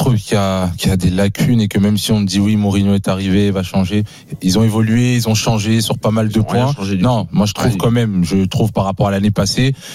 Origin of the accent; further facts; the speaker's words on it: France; On est français.